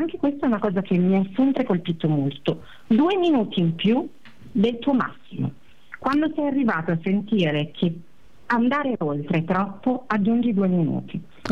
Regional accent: Padua, Veneto, Italy; perché poi io vengo da Padova, ho fatto tutta la psicologia dinamica freudiana

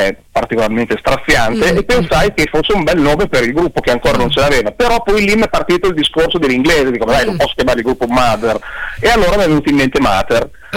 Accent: Bologna, Emilia-Romagna, Italy; accent: Bologna; non siete neanche inglesi, io sono di Bologna.

